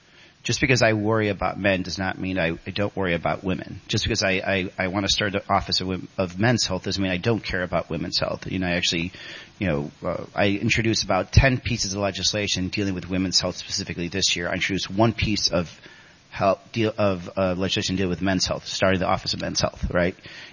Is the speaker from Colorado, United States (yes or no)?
no; Chicago, Illinois, United States; I'm originally from Chicago, which also was a working class Latino and black area